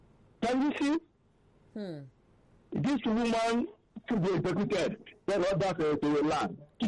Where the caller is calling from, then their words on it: Ejigbo, Lagos, Nigeria; from Echibo.